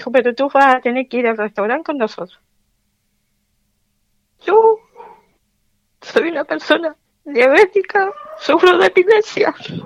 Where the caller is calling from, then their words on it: Malloa, O'Higgins, Chile; Yo estoy llamando de acá, del lado de Santa Inés de Malloa.